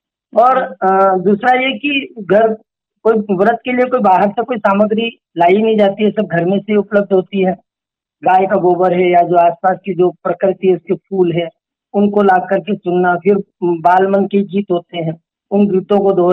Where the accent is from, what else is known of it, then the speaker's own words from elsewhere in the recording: Madhya Pradesh, India; जैसे अपन मालवा में संध्या बोलते हैं